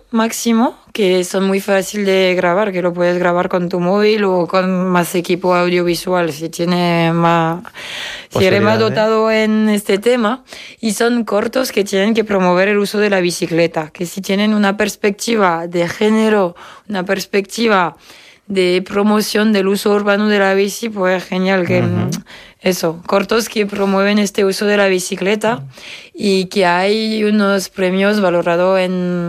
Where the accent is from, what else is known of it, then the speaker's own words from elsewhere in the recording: Auvergne-Rhône-Alpes, France; Spanish is a second language; Yo de cerca de Lyon.